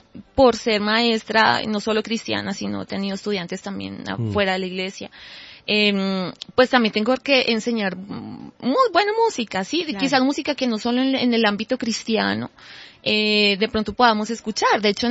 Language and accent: Spanish; Bogotá, Colombia; a pesar de que soy cachaca